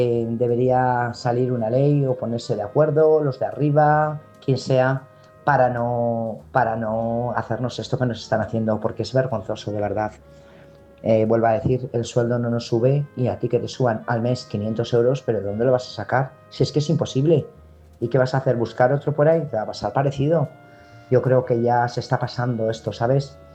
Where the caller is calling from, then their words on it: Burgos, Castile and León, Spain; Buenas noches … corresponsal de Burgos